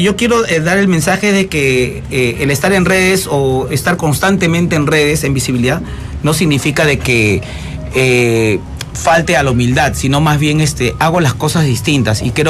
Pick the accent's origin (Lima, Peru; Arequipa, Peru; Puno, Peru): Lima, Peru; porque soy camiseta de Barros Altos.